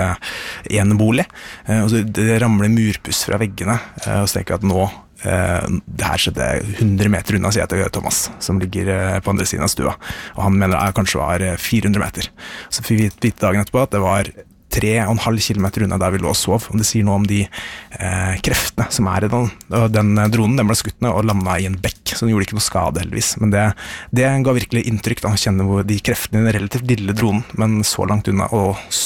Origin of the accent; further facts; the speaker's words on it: Østfold, Norway; born there; moved away as an adult; now in Skotbu, Norway; da var vi hjemme I Skjetve. For mamma og pappa, de har et lite småbruk